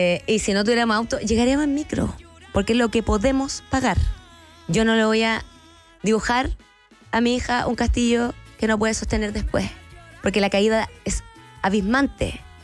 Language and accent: Spanish; Puebla, Mexico; como si hay gente que no me conoce y no conoce mi identidad, un poquito vengo de Puebla.